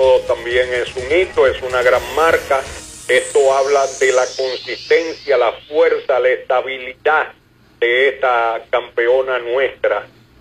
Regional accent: Dominican Republic; realmente tenemos que sentirnos orgullosos de compartir la nacionalidad dominicana

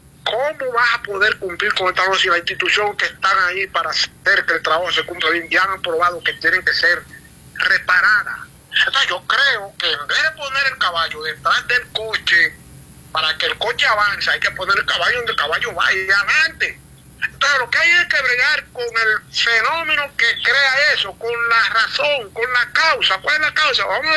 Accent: Dominican Republic; Yo lo que quiero es brindar o sacar de mi seso lo que yo aprendí para yo no, como dominicano, para cuando yo tenga a ti diciendo eso

